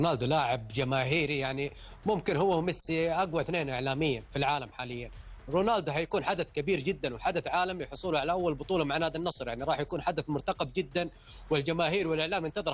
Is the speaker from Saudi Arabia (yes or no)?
yes; Saudi Arabia; عندنا في السعودية